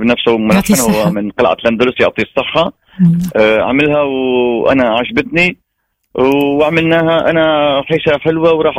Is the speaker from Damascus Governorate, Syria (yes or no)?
no; Deir ez-Zor, Deir ez-Zor Governorate, Syria; now in Sfax, Tunisia; لانه انا من سوريا انا سوري الاصل طبعا وافتخر بذلك لكن انا نغني عراقي مليح انا اصلي من دير الزور